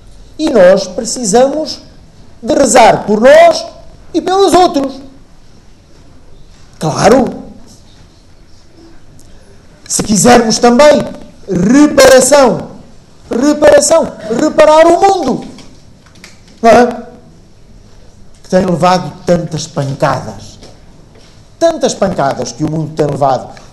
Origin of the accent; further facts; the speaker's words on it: Portugal; Porque somos portugueses